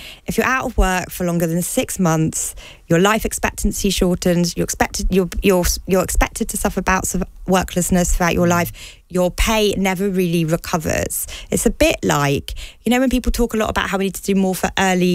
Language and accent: English; United Kingdom; Well, I guess as British, like in Britain